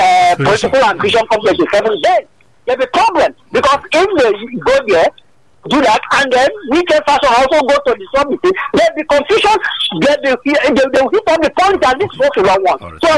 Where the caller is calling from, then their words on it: Lagos, Nigeria; I'm calling from Ikoto in Lagos.